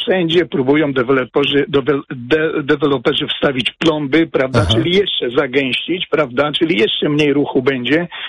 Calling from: Warsaw, Masovian Voivodeship, Poland; Nie, ja dzwonię z Warszawy, Targówka.

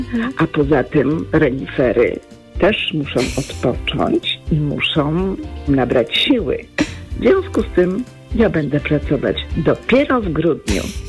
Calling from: Masovian Voivodeship, Poland; Mieszkam pod Warszawą

